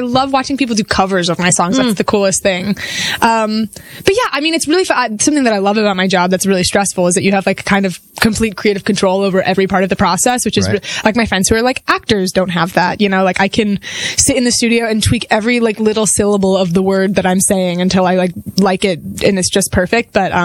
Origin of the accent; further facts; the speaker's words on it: California, United States; Yeah, my parents love music.